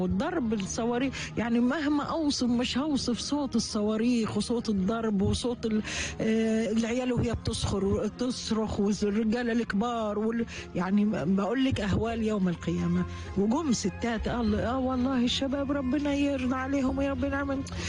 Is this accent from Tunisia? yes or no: no; Egypt; روحنا على المخيمات المصرية اللي بيقولوا طب احنا اولى، احنا مصريين اصلا.